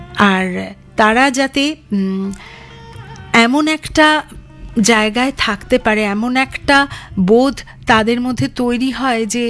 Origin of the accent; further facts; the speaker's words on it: India; কারণ আমরা ভারতীয়